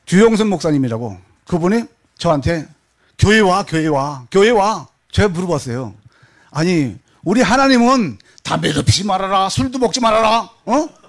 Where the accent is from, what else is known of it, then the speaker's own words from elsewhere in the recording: North Korea; 해서 나는 북한 놈 맞아.